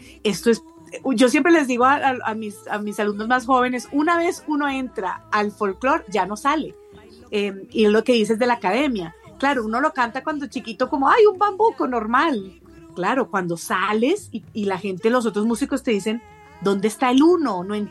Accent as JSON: {"language": "Spanish", "town": "Cali", "region": "Valle del Cauca", "country": "Colombia", "tie": "born or raised there", "also_born_or_lived": "Girardot", "said": "tuve la suerte de cantar en un coro en Cali, donde yo crecí. Yo nací en Girardot, como bien lo dices, pero crecí en Cali cantando en un coro maravilloso de mi colegio, el Liceo Benalcázar en Cali"}